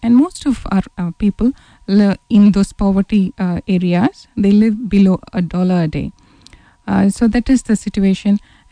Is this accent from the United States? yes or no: no; Thoothukudi, Tamil Nadu, India; I was born and raised in Tuticorin.